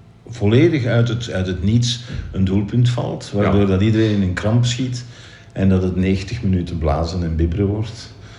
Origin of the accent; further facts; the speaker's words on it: Belgium; zeker als Belg, dat staat ons aan.